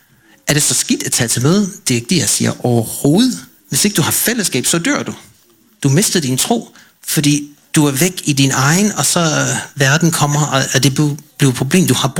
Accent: Oregon, United States; Danish is a second language; now in Denmark; Jeg voksede op i Oregon, i en inner city, sådan en stor by, hvor der var en baptistkirke i nærheden

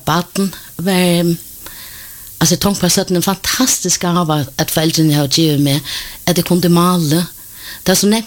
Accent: Denmark; Jeg først for eldre, oppvaksen i Danmark

